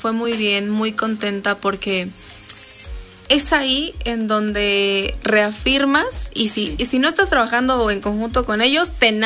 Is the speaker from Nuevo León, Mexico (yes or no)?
no; Puebla, Mexico; la feria es el evento más importante que tenemos como poblanas y como poblanos.